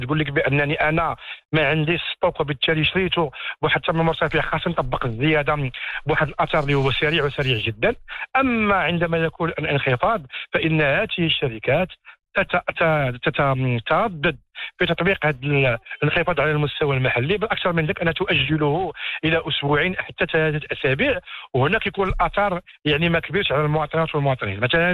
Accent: Morocco; عندنا في المغرب

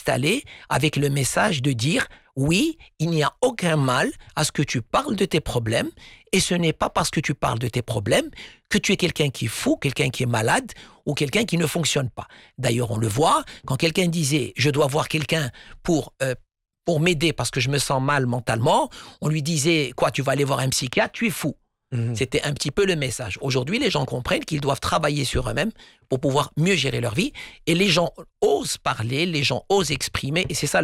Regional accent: Morocco; Un exemple chez nous au Maroc

